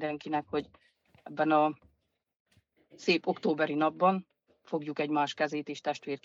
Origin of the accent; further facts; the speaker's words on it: Hungary; Magyarok vagyunk